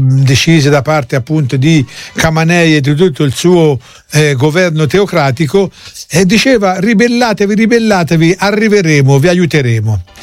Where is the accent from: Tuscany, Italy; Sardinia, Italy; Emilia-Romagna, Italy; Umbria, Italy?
Tuscany, Italy; Arezzo; Io ci sono cresciuto a Saione